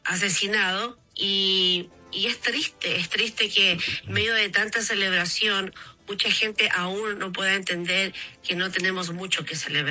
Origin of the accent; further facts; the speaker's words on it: Chile; Yo me siento muy orgullosa de mi tierra acá chilena